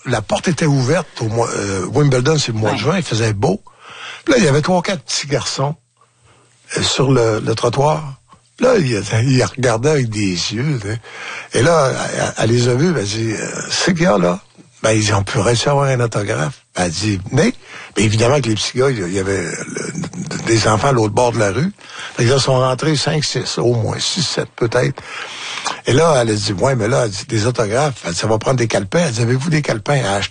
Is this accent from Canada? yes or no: yes; Falardeau, Quebec, Canada; Encore là, je dis, c'est fou à dire, mais je viens de Falardeau.